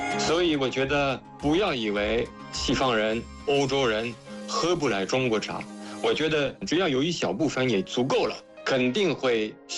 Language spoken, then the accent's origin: Chinese; France; Chinese is a second language; 就等于我作为一个法国人，我也并不能说法国人对茶有什么要求什么需求我完全都了解